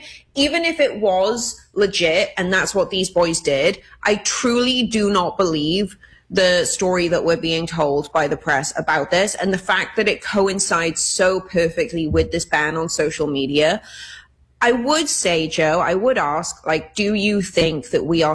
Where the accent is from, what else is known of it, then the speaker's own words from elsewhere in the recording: United Kingdom; now in United States; as a British person, I put a heck of a lot of cuss words into those sentences